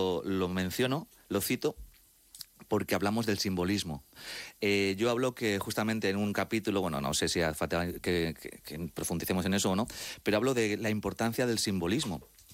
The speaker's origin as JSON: {"language": "Spanish", "town": "Madrid", "region": "Community of Madrid", "country": "Spain"}